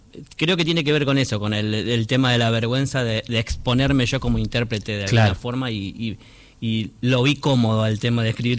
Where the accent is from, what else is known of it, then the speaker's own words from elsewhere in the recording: Florencio Varela, Buenos Aires Province, Argentina; De donde yo vengo, que es Florencio Varela.